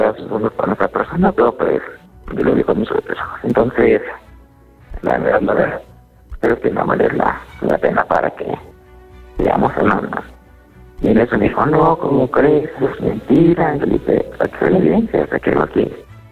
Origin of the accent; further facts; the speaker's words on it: Puebla, Mexico; Sí, claro, soy de Puebla.